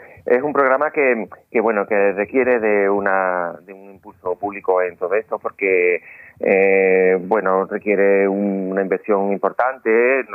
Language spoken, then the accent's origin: Spanish; Morón de la Frontera, Andalusia, Spain; es de Morón de la Frontera, de mi pueblo